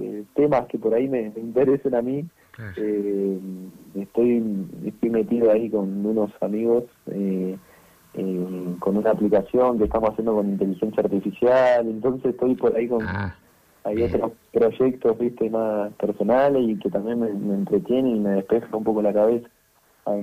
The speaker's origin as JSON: {"language": "Spanish", "region": "Santa Fe", "country": "Argentina", "moved": "as an adult", "lives_now": "Comodoro Rivadavia, Argentina", "said": "yo soy de Santa Fe Capital, esta es mi tercera temporada en el club, y nada, llegué cuando tenía 21 años, hoy tengo 24"}